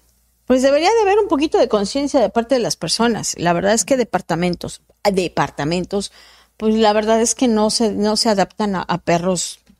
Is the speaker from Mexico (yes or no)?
yes; Tabasco, Mexico; moved away; yo vengo de Tabasco